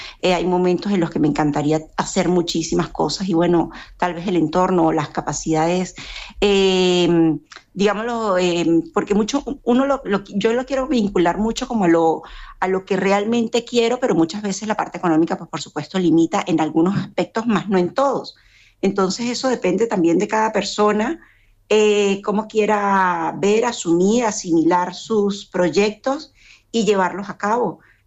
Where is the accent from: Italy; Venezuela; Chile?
Venezuela; now in Spain; Yo soy venezolana, las circunstancias nos obligaron, bueno, como muchas de nosotros, a conseguir realmente nuestras raíces, y nosotros pues decidimos mudarnos a España